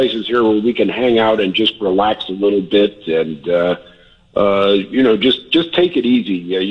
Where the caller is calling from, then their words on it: Occoquan, Virginia, United States; I am live from Occoquan, Virginia, and it is a beautiful morning here.